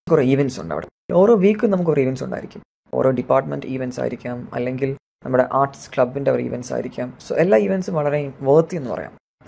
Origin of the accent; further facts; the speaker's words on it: Neyyattinkara, Kerala, India; ഞാൻ ട്രിവാൻഡ്രം നെയ്യാറ്റിൻകരയിൽ നിന്ന് വരുന്നു.